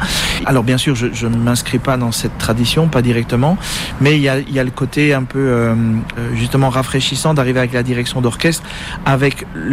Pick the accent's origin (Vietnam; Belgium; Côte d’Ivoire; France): Belgium; D'autant plus la belgitude, la Belgique, d'abord, étant donné que je suis belge...